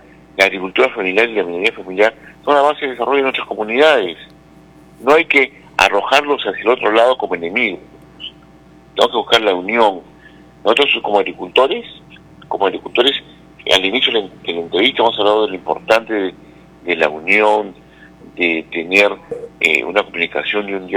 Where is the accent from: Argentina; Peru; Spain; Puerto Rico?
Peru; Tambo Valley, Arequipa; Ese discurso han llevado en mi tierra, en el Valle de Tambo, a pobreza, abandono